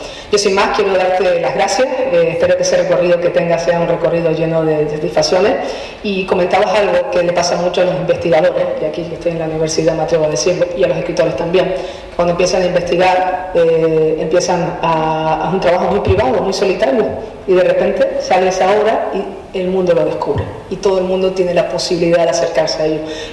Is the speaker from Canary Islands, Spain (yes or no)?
yes; Lanzarote, Canary Islands, Spain; born there; soy de Lanzarote, entonces nací en la isla que creció y vivió César Manrique.